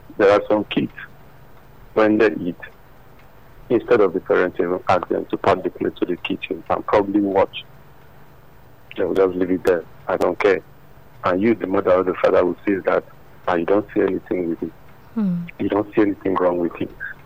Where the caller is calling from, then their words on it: Nigeria; I'm calling from Kola.